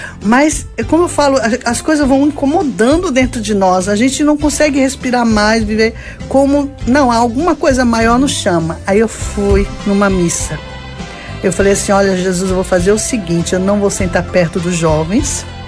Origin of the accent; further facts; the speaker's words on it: Cubatão, São Paulo, Brazil; Eu sou de Cubatão, São Paulo.